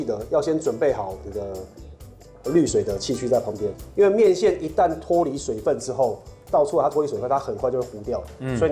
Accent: Taiwan; 就像我们台湾人炒面也是这样子

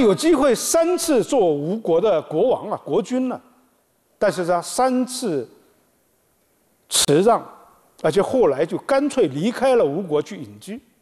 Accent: Jiangsu, China; 咱们江苏

